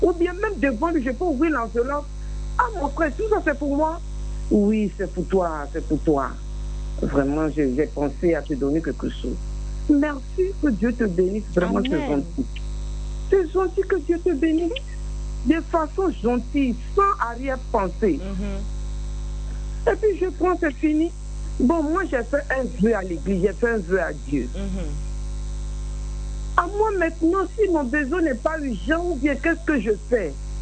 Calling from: Abidjan, Côte d’Ivoire; J'appelle de Port-Bouy.

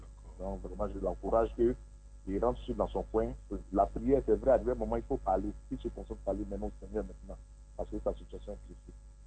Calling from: Abidjan, Côte d’Ivoire; De Gonzague Port-Bouët.

